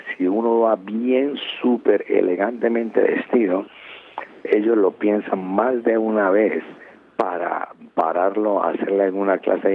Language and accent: Spanish; Buenaventura, Valle del Cauca, Colombia; born there; now in Cali, Colombia; Yo nací en Buenaventura, que queda a 2 horas de Cali. Eso es un puerto, el primer puerto marítimo de Colombia sobre el Pacífico.